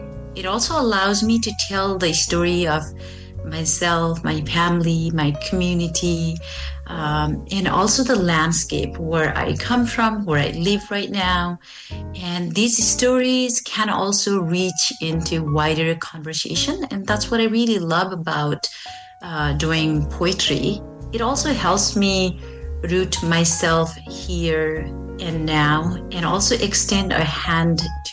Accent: Nepal; now in St. Albert, Canada; I live and write in St. Albert. I am originally from Nepal. I moved to Canada 15 years ago.

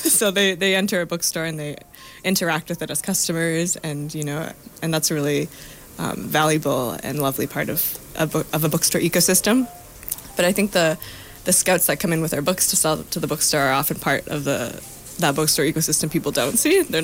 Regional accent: Calgary, Alberta, Canada; also born or lived in Vancouver; now in Edmonton, Canada; growing up in Calgary

